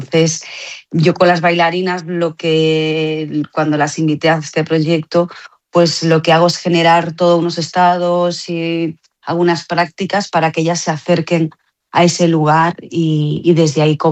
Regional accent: Porriño, Galicia, Spain; moved away

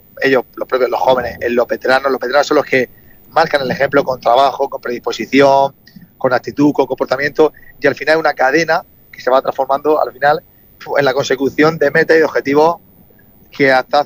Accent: Alcantarilla, Region of Murcia, Spain; No, yo estoy en Fortuna. Yo soy de Alcantarilla, pero estoy en Fortuna precisamente.

